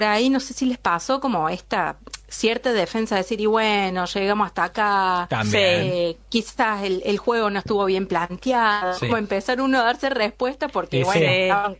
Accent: Argentina; nos une como argentinos

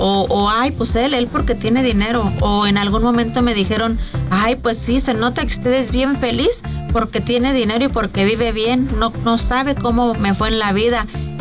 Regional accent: Morelia, Michoacán, Mexico; Yo vengo de Morelia, Michoacán

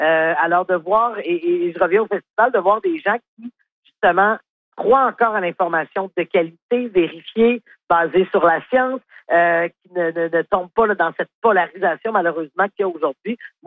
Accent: Quebec City, Quebec, Canada; J'ai grandi à Québec, mes parents étaient abonnés au Soleil aussi.

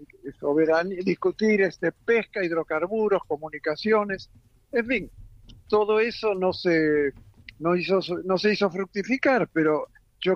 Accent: Argentina

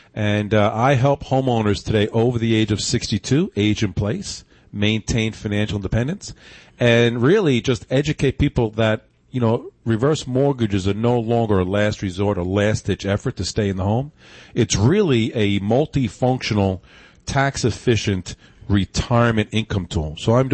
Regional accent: East Islip, New York, United States; I grew up in East Islip, but the Bayshore Mall was it.

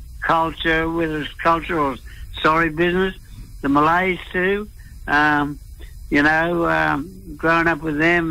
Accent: Mackay, Queensland, Australia; also born or lived in Townsville; Yes, I was actually born in Townsville, but grew up in Mackay here at Baker's Creek.

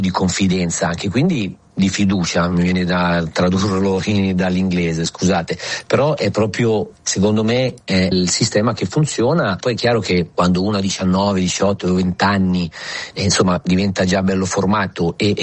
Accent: Monza, Lombardy, Italy; moved away as an adult; ma sono poi cresciuto sia a Monza con maestri Gambacurta e Galmozzi fino ai 20 anni.

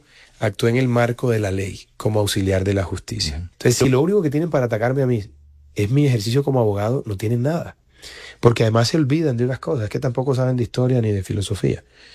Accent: Montería, Córdoba, Colombia; also born or lived in Bogotá / Barranquilla; Yo también soy monteriano.

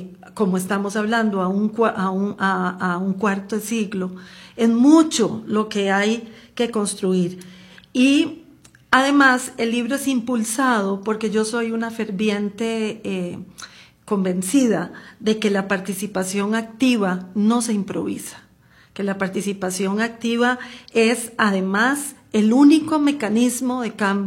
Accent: Cuba; moved away; salimos un día como el viernes pasado, un 23 de julio del año 62, salimos de Cuba porque precisamente en Cuba no había democracia

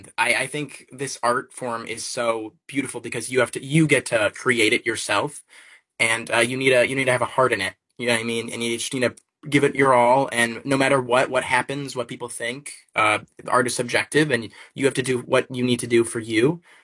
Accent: Frankfort, Illinois, United States; growing up in the South Suburbs of Chicago, I think it's the perfect place to live, in my opinion.

